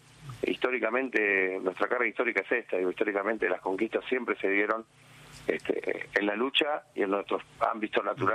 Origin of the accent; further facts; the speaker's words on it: Argentina; Somos argentinos y creemos que lo mejor que podemos hacer es un paro a lo argentino.